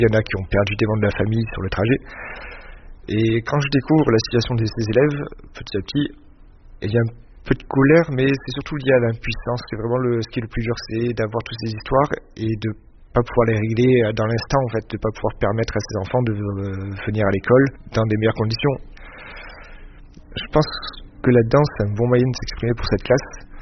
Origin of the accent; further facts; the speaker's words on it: Digne-les-Bains, Provence-Alpes-Côte d'Azur, France; now in Saint-Denis, France; donc j'ai 29 ans, je suis professeur de PS dans un lycée professionnel à Saint-Denis, donc ça fait maintenant 6 ans que je suis ici. Donc j'ai grandi dans un petit village dans le 04 à Dîle-des-Bains.